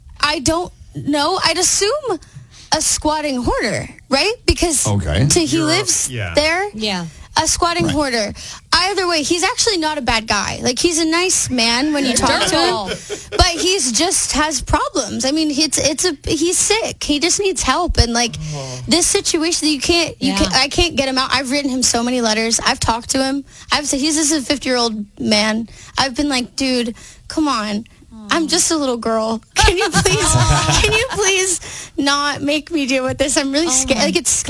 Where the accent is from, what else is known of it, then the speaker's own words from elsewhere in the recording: New York, United States; accent: New York; I don't know. I'm from New York. It's fine.